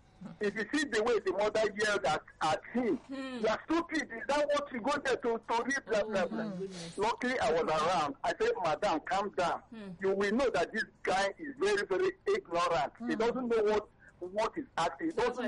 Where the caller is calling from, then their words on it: Oyede, Nigeria; calling from Oyede.